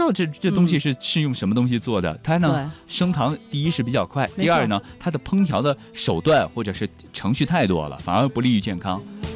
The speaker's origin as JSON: {"language": "Chinese", "town": "Kunming", "region": "Yunnan", "country": "China", "accent": "Kunming dialect", "said": "我们昆明话说摆不干净，"}